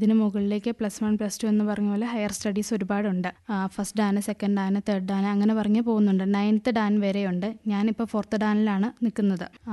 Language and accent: Malayalam; Pallikkunnu, Kerala, India; എന്റെ നാട് പള്ളിക്കുന്ന്, പള്ളിക്കുന്നിലാണ് ഞാൻ ക്ലാസ് നടത്തിക്കൊണ്ടിരിക്കുന്നത്.